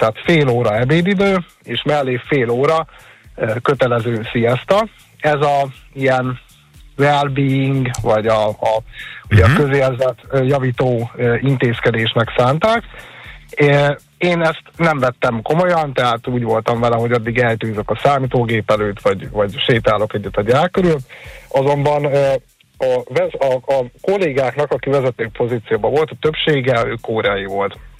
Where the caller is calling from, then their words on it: Hungary